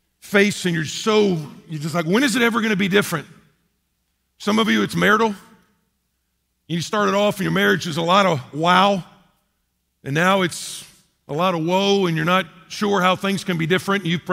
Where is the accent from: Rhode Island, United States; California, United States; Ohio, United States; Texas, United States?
Texas, United States; also born or lived in North Carolina; growing up in Texas, going to school in Lubbock and Fort Worth, et cetera, is when we moved to Western North Carolina